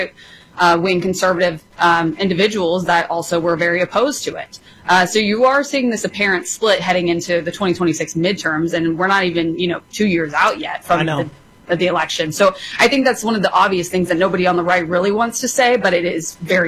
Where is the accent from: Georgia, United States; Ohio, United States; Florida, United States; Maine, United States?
Georgia, United States; I'm from Georgia myself